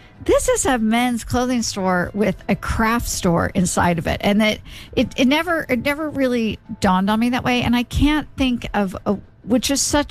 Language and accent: English; Oklahoma, United States; growing up in Oklahoma, the landlocked state